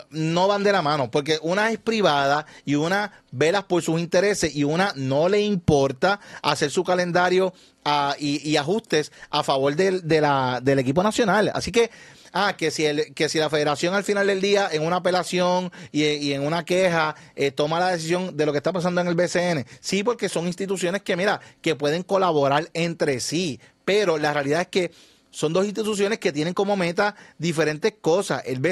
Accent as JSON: {"language": "Spanish", "country": "Puerto Rico"}